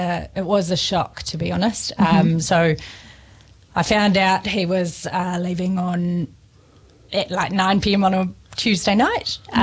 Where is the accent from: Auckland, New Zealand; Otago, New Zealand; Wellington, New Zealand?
Wellington, New Zealand; moved away as an adult; now in Taranaki, New Zealand; I'm a Wellingtonian born and bred. Came here in 2022